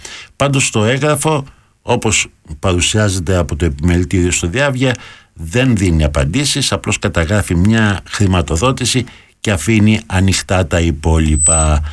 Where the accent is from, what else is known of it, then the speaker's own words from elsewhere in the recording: Patras, Western Greece, Greece; moved away; κατάγομαι από την Εγλυκάδα, εκεί μένει και η μάνα μάλωστε και συγγενείς μου